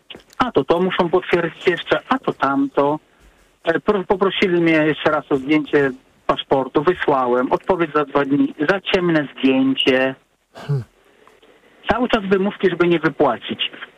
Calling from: England, United Kingdom; wiem, czy mogę się opowiedzieć, bo ja z Anglii dzwonię, nie z Polski.

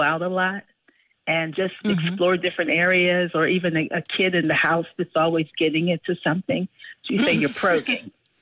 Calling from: Pittsburgh, Pennsylvania, United States; I'm from Pittsburgh, Pennsylvania.

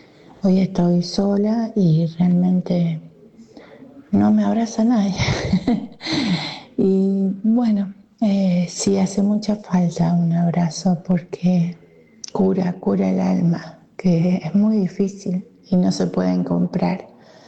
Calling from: Rosario, Santa Fe, Argentina; de Rosario.

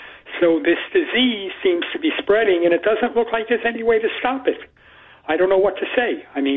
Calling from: United Kingdom; as we British say.

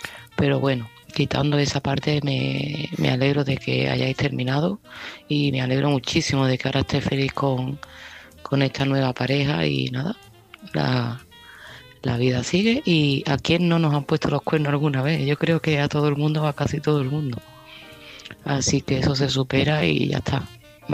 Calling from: Seville, Andalusia, Spain; de Sevilla y este mensaje va para Cristina.

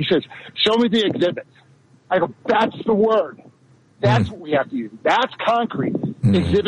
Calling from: Littleton, Colorado, United States; Actually, in Littleton, I said Denver, but whenever I say Littleton, I'll just say Denver.

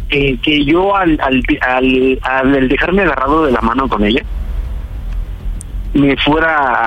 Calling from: Naucalpan, State of Mexico, Mexico; Estamos aquí en Naucalpan, tengo 37.

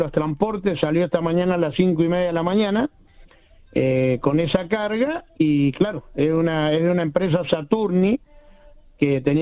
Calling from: Mendoza, Argentina; No, mendocino

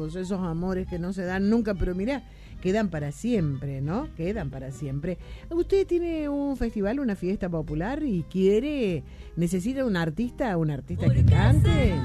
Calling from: La Pampa, Argentina; Bueno, hola … de La Pampa.

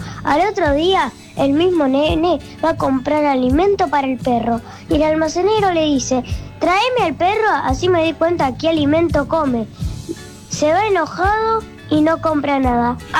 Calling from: Temperley, Buenos Aires Province, Argentina; de Temperley del Chascarillo.

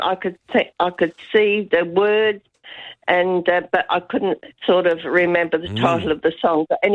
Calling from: Birkenhead, South Australia, Australia; Tony, I'm ringing from Birkenhead, South Australia.

